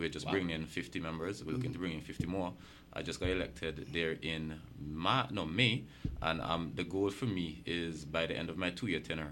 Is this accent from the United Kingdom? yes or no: no; Barbuda, Antigua & Barbuda; I'm from Barbuda.